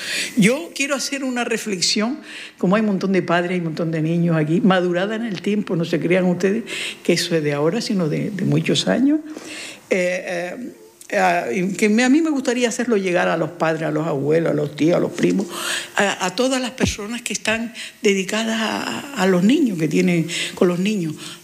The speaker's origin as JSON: {"language": "Spanish", "region": "Canary Islands", "country": "Spain", "said": "Pues yo digo lo mismo. Ay, que soy majorero."}